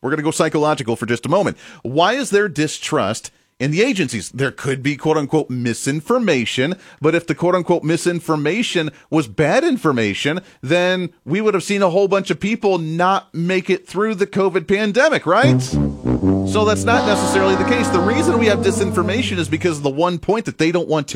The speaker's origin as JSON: {"language": "English", "region": "Kansas", "country": "United States", "said": "I'm from Kansas. Everybody around here loves, you know, President Eisenhower."}